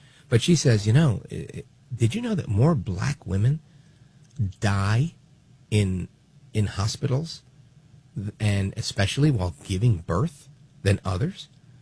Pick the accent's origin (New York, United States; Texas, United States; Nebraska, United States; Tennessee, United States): New York, United States; Brooklyn; born there; My parents are from Puerto Rico. I was born in Brooklyn, but we have one big, happy Puerto Rican family eating pernil, rice, arroz con habichuela